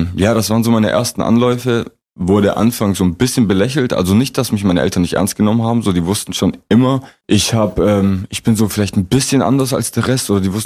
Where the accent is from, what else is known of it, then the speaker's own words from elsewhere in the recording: Leonberg, Baden-Württemberg, Germany; born there; Leonberg.